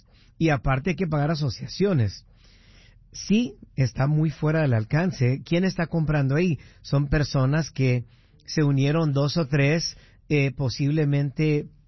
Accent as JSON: {"language": "Spanish", "town": "Huntington Park", "region": "California", "country": "United States", "tie": "born or raised there", "moved": "yes", "said": "una casa donde yo crecí, en Huntington Park, California."}